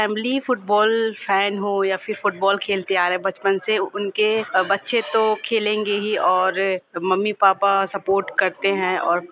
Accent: Bicharpur, Madhya Pradesh, India; हमारे गांव mini Brazil के नाम से जाना जाता है

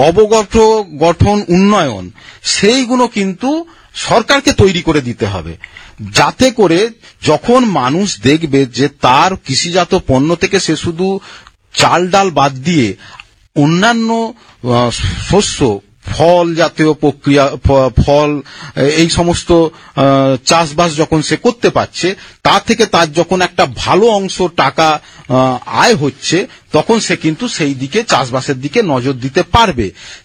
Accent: West Bengal, India

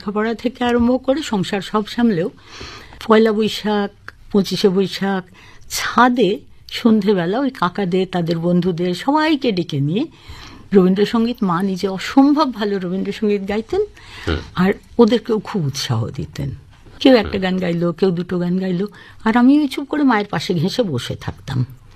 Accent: Varanasi, Uttar Pradesh, India; কেননা আমাদের বাড়ি তো বেনারসে, মানে আমরা 5 প্রজন্ম ধরে বেনারসে থেকেছি

